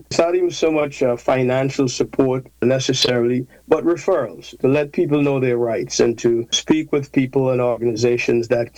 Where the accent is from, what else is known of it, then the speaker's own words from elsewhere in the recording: Antigua & Barbuda; Well, you know, growing up in Antigua and Barbuda, education has always been something that we value very much, and all across Antigua and Barbuda.